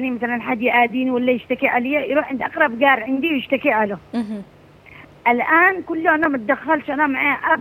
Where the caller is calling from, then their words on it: Aden, Yemen; أني من عدن